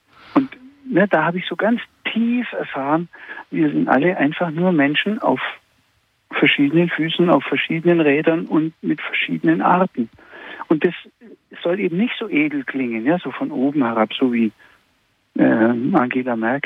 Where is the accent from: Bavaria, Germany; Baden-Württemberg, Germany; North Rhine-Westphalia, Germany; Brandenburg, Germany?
Bavaria, Germany; Augsburg; also born or lived in Hamburg; weil ich war als Augsburger 5 Jahre auch in der Nähe von Hamburg und da lernt man nicht Schafkopf, sondern Skat